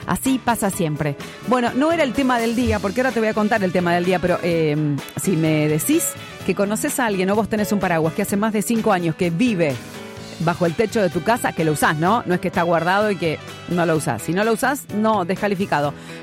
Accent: Chivilcoy, Buenos Aires Province, Argentina; como vos y yo, que somos de Chivilcoy.

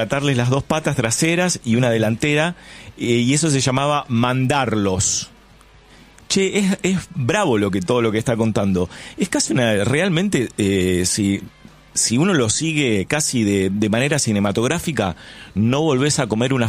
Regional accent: Pinamar, Buenos Aires Province, Argentina

